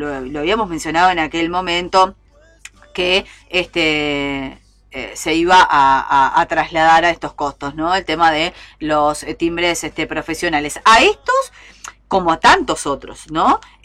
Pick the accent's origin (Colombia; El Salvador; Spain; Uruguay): Uruguay; somos uruguayos